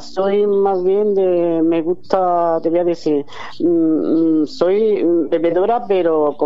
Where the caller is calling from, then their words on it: Córdoba, Andalusia, Spain; de Córdoba.